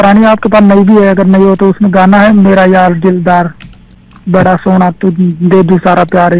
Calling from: Jaipur district, Rajasthan, India; District Jaipur Rajasthan, गांव का नाम अंशमल बगला.

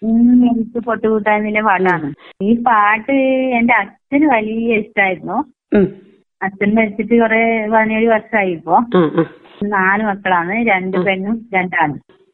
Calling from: Payyanur, Kerala, India; പയ്യന്നൂര് പാടിയോട്ട് ചാലിൽ നിന്നാണ്.

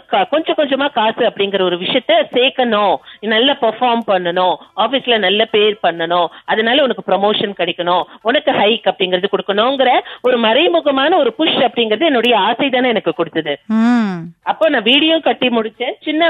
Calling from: Katpadi, Tamil Nadu, India; வேலூர் மாவட்டம் கற்பாடியிலிருந்து பேசுறேன்.

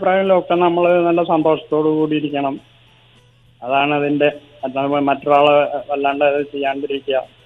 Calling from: Koppam, Kerala, India; ഞാൻ കൊപ്പത്ത് നിന്നാണ്

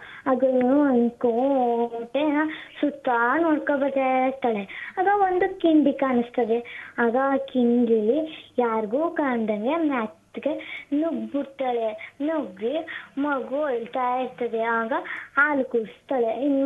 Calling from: Karnataka, India; ಲಾಲ್ನಹಳ್ಳಿ, K R Nagar taluk.

